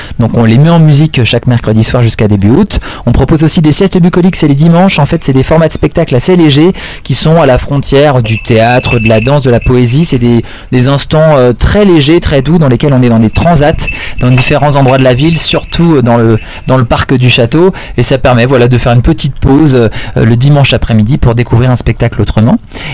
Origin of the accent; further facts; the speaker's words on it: Brittany, France; now in Domfront, France; Non, moi je suis breton, je suis de l'autre côté de la frontière.